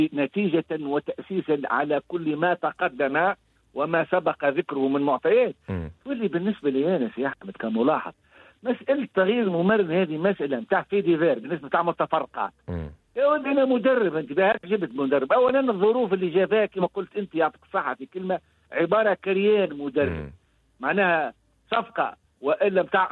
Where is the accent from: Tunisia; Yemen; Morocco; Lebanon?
Tunisia; أنا كمواطن تونسي عايش في البيت